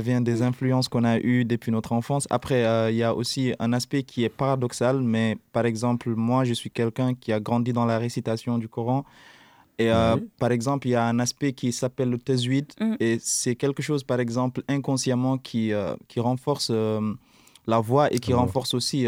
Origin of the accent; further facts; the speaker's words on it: Mauritania; Je viens de la Mauritanie.